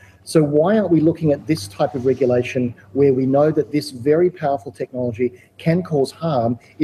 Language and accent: English; Australia; as an Australian